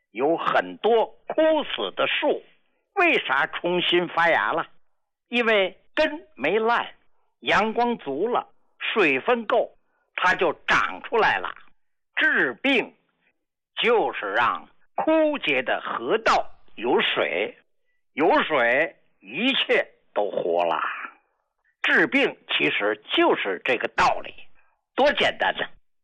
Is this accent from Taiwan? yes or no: no; China; 所以作为一个中国人是多自豪的一件事儿。我今年90岁了，